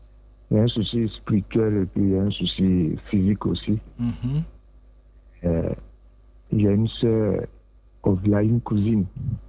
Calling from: Abidjan, Côte d’Ivoire; je vous appelle de Abodoumé Santé.

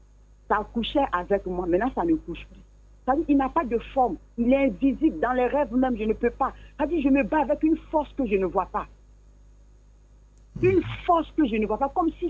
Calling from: Abidjan, Côte d’Ivoire; J'appelle d'Abidjan.

